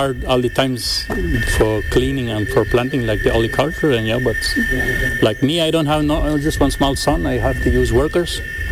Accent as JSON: {"language": "English", "country": "Belize", "said": "But we are from Belize, we are the first groups."}